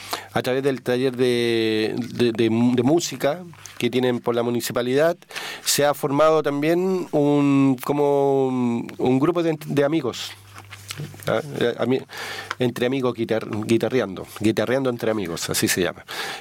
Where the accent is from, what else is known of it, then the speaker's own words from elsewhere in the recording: Chile; somos chilenos